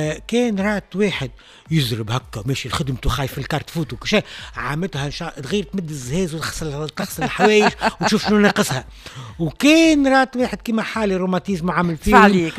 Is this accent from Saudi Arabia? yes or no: no; Tunisia; اللي عندنا في تونس الملوخية علامة الفرح